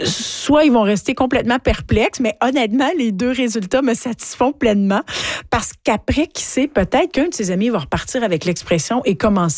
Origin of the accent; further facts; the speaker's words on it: Ontario, Canada; nos accents, nos expressions, nos régionalismes, bref, toute la belle saveur du français qu'on parle en Ontario.